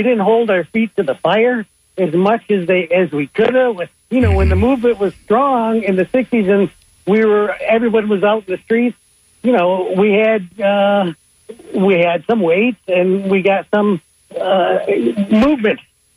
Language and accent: English; Seminole, United States; I'm from Seminole.